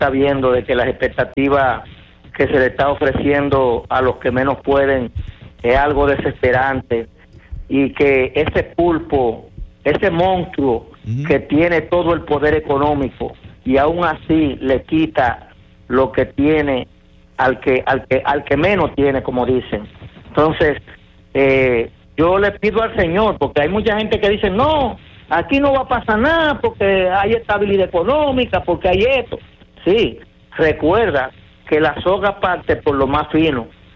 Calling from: Dominican Republic; yo soy dominicano

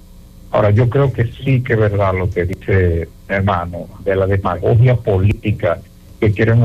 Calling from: Moca, Espaillat, Dominican Republic

